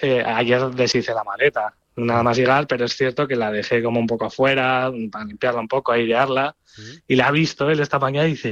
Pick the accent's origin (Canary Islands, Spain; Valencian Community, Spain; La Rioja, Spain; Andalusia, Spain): La Rioja, Spain; Logroño; Pues mira, me he venido a Logroño y ya sabes que soy de Logroño